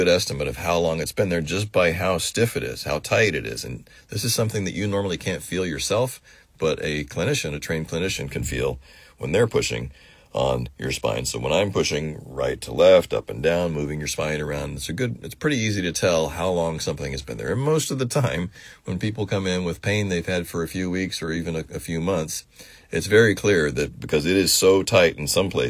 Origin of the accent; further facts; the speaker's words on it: Kansas, United States; I was used to it because I grew up in Kansas.